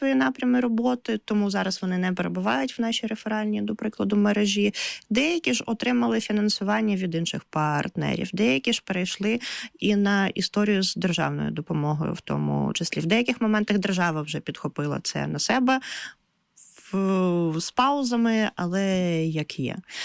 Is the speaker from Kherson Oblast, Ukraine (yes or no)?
yes; Kherson, Kherson Oblast, Ukraine; Я сама з Херсону, тому тут в мене є маленький плюсик.